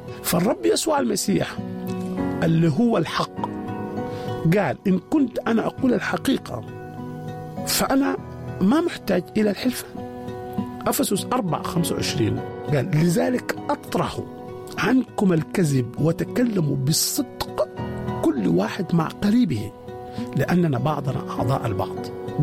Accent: Sudan; عندنا في السودان،

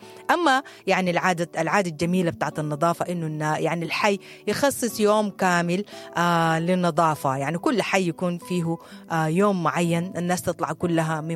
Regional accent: Sudan; بيشاركوا مشاركة فعالة جدا جدا في رفعة بلدنا السودان.

